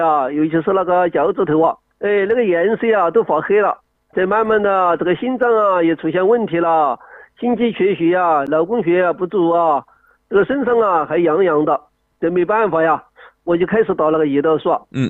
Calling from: Chongqing, China; 我是重庆的一个患者。

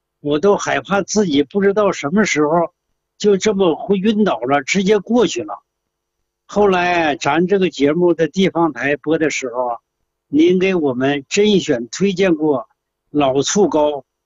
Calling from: Shenyang, Liaoning, China; 我是沈阳的，今年77岁了。

